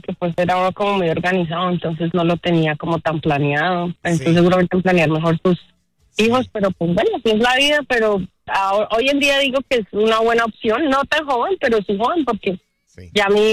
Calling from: Bogotá, Colombia; De Colombia, Bogotá.

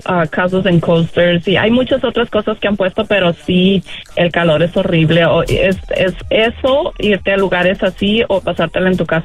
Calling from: Phoenix, Arizona, United States; de aquí de Phoenix también.

